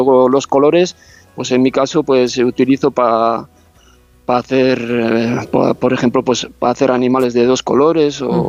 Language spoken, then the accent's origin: Spanish; Azpeitia, Basque Country, Spain; Como soy del País Vasco, de Gipuzkoa, sí. Azpeitia, pues yo conozco bastante las playas de alrededor, como la de Zumaya, Itzurun, por ejemplo.